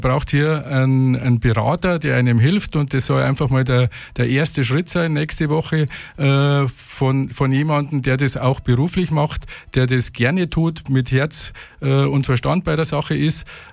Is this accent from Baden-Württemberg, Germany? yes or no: no; Bad Tölz, Bavaria, Germany; moved away as an adult; now in Holzkirchen, Germany; Und bin in Tölz aufgewachsen und zur Schule gegangen und Anfang meiner 20 Jahre hat mich dann die Liebe nach Holzkirchen verschlagen, aber kenne Tölz natürlich aus meiner Westentasche